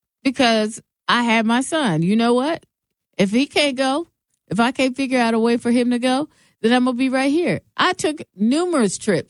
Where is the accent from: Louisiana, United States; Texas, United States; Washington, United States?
Washington, United States; Seattle; moved away; I'm worse with my hometown team. With Seattle